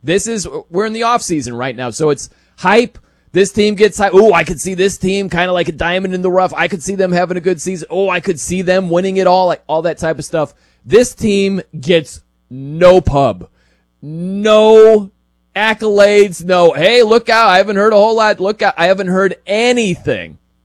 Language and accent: English; Indiana, United States; I know I grew up in Indiana.